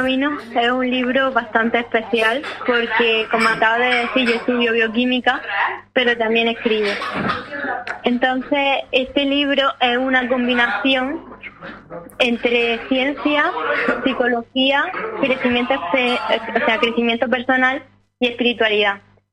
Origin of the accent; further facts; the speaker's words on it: Cantoria, Andalusia, Spain; de un pueblo de Cantoria.